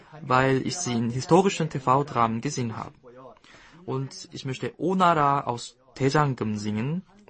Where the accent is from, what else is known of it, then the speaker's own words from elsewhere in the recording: Kazakhstan; German is a second language; Ich komme aus Kasachstan.